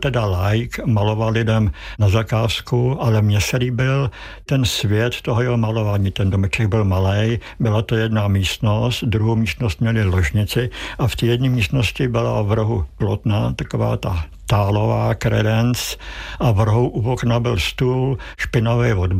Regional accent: Prague, Czechia; Já jsem se narodil pod Vyšehradem, ale bydleli jsme v Košířích, čili že já do svých 15 let jsem v těch Košířích bydlel.

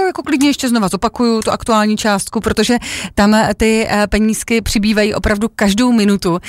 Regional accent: Brno, South Moravian Region, Czechia; tak řeknu, že pocházím z Brna, takže věci na náměstí mě asi úplně nerozhodí.

